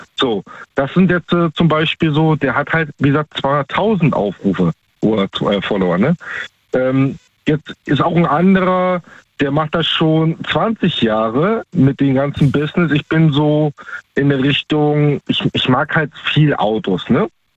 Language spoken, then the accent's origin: German; Baltic coast, Germany